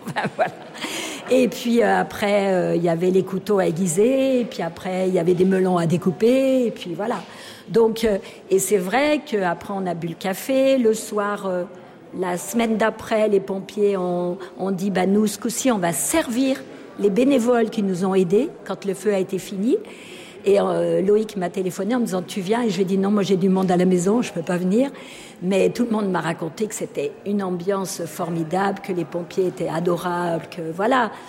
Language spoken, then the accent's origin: French; Jonchères, Auvergne-Rhône-Alpes, France; je viens de Jonchère.